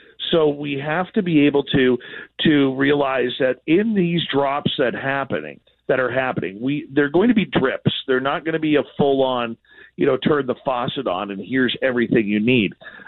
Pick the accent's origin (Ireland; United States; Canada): Canada; I'm Canadian